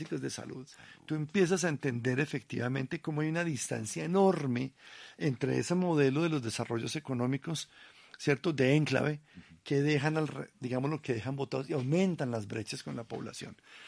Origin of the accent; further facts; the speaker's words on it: Colombia; Si nosotros como colombianos entendemos e interiorizamos que llegará el momento en que tendremos que tributar para mantenerla.